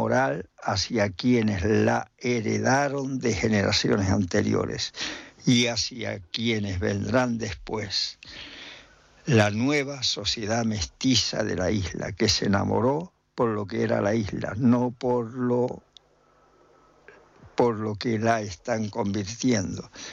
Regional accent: Guatiza, Canary Islands, Spain; la zona de la Vega de Guatiza, donde yo nací en Guatiza

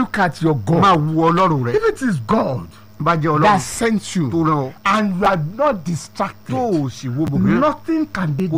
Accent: Lagos, Nigeria; I am from Lagos.

